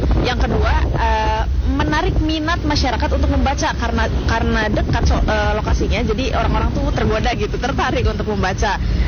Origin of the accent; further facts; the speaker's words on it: Lemah Abang, West Java, Indonesia; asal saya dari Kecamatan Lemah Abang.